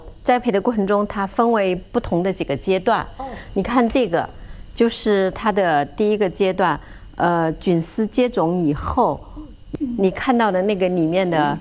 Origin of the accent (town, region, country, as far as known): China